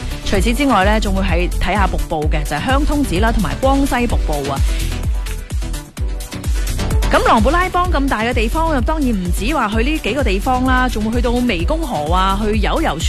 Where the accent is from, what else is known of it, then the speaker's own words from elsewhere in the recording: Shaoguan, Guangdong, China; 韶关乡下我乡下